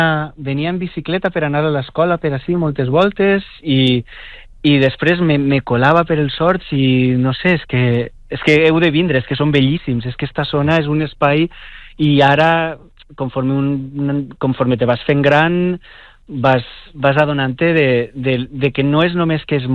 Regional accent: Picanya, Valencian Community, Spain; Jo m'he criat a Picanya i a Picanya he après a viure la cultura i els horts del nostre poble, que és un espai bellíssim.

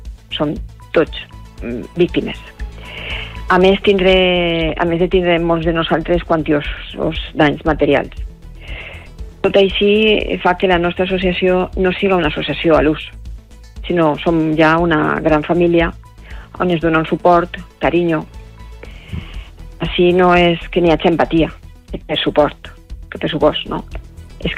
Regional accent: Catarroja, Valencian Community, Spain; per ser del meu poble, no? De Catarroja.

